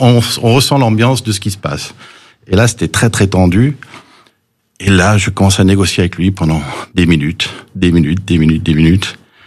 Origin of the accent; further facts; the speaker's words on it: Nancy, Grand Est, France; French is a second language; also born or lived in California, United States / Lunéville; Alors, je suis né aux États-Unis de père américain et de mère française. Et je suis arrivé de Californie à 8 ans. Je ne parlais pas un mot de français.